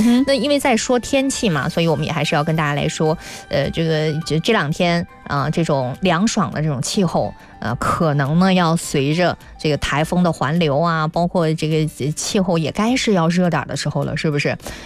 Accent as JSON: {"language": "Chinese", "region": "Gansu", "country": "China", "tie": "born or raised there", "moved": "yes", "lives_now": "Guangzhou, China", "said": "我寄到我们甘肃老家都会包邮"}